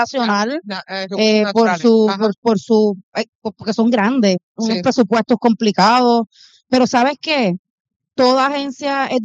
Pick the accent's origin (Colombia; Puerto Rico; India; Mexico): Puerto Rico